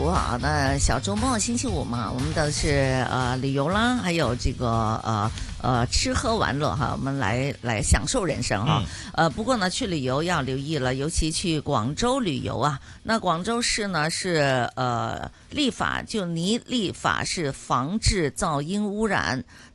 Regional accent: Hong Kong; 我们香港就没有了，

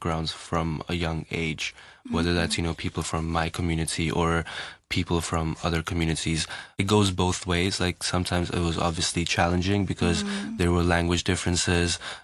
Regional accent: Hong Kong; growing up in Hong Kong, because Hong Kong is an international city

